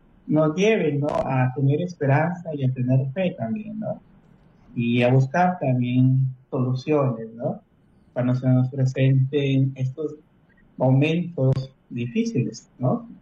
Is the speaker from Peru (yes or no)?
yes; Piura, Peru; yo también soy de Piura.